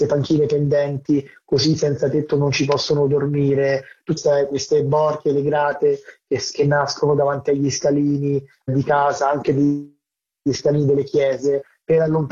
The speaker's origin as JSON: {"language": "Italian", "town": "Rome", "region": "Lazio", "country": "Italy", "tie": "born or raised there"}